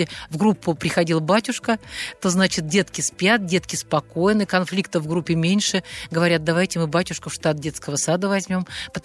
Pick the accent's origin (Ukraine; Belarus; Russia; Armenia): Belarus; Мы, кстати, тоже с Белоруссии.